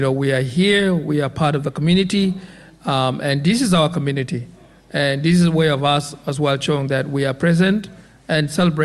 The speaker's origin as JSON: {"language": "English", "country": "South Sudan", "moved": "yes", "lives_now": "Northern Rivers, Australia", "said": "And as you know, we came from Africa, and particularly from South Sudan. And we are quite grateful, you know, for the welcoming we have received, the support we have been given, seen when I was young. So we had made Northern Rivers our home."}